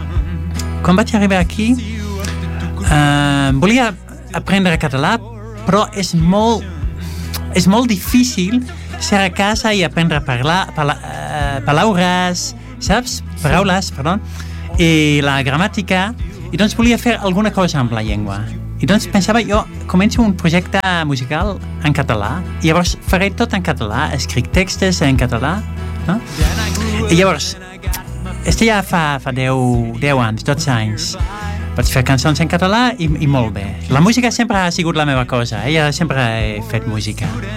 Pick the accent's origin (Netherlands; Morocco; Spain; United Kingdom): Netherlands; first language Dutch; Catalan is a second language; Com jo sóc holandès, parlo en holandès amb els meus fills.